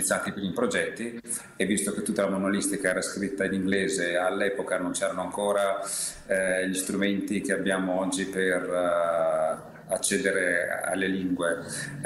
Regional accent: Verona, Veneto, Italy; born there; moved away as an adult; now in Taranto, Italy; Io sono veronese di nascita, ma tarantino di adozione.

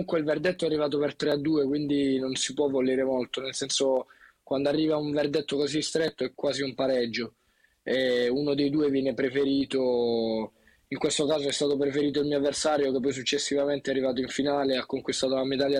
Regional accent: Taranto, Apulia, Italy

